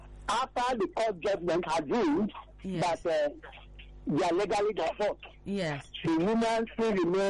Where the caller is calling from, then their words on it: Ikotun, Lagos, Nigeria; I'm calling from Abaranjo, Nikoto.